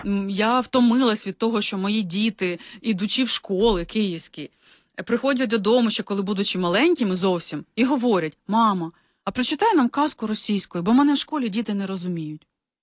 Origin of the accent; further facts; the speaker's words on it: Brovary, Kyiv Oblast, Ukraine; І саме цікаве, що навіть я сама з Броварів, і у нас це було відведено, ну, я своє дитинство пам'ятаю таким, що коли хтось говорив російською мовою, на нього дивились: що ти, звідки ти приїхав?